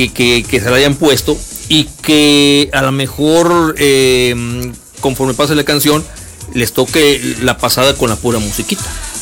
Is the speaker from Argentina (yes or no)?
no; Mexico; No somos de allá, claro está, pero somos mexicanos